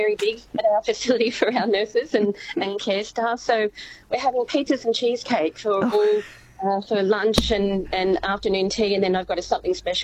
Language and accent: English; Bendigo, Victoria, Australia; also born or lived in Rockhampton; now in Shepparton, Australia; I am a Bendigo girl from background